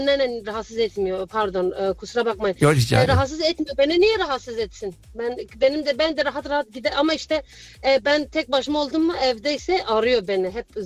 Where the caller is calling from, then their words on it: Frankfurt, Hesse, Germany; ben Frankfurt'tan arıyorum.